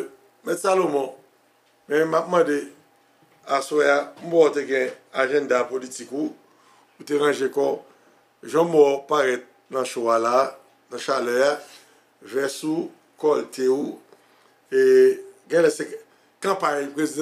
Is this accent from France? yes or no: no; Haiti; nous en tant qu'haïtien